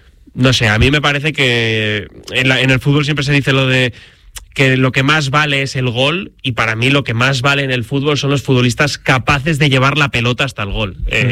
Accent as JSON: {"language": "Spanish", "region": "Valencian Community", "country": "Spain", "said": "tú y yo que somos de la Comunidad Valenciana"}